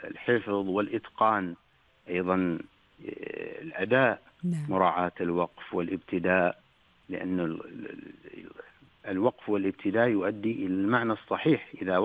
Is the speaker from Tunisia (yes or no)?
no; Oman; accent: Omani; وعندما نتكلم في اللهجة العمانية نقول جيم